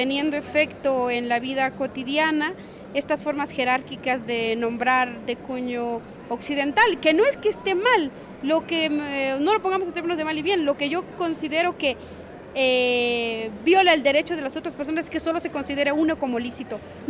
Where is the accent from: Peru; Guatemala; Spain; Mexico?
Guatemala; yo soy guatemalteca, no soy mexicana